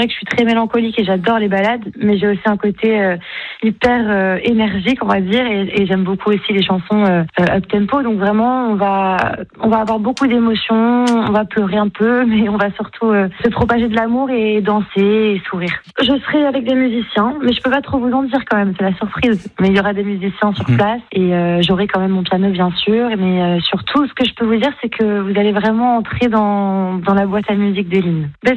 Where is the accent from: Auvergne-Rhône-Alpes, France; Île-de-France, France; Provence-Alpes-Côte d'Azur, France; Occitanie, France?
Provence-Alpes-Côte d'Azur, France; Nice; vrai que moi je viens de Nice. Après j'ai beaucoup de famille à Marseille.